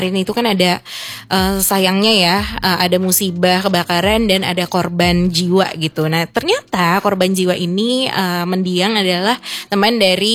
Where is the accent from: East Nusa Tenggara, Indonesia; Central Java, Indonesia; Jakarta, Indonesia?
Jakarta, Indonesia; accent: Betawi; moved away as an adult; now in Manado, Indonesia; aku kan asli Jakarta gitu. Kalau ngomong mungkin ada yang notice ya, aku ngomongnya ada logat-logat Betawinya juga gitu kan.